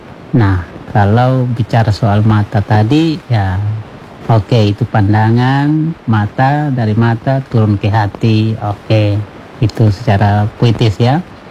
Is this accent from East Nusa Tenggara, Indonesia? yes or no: yes; Kupang, East Nusa Tenggara, Indonesia; kita orang Kupang bilang daun muda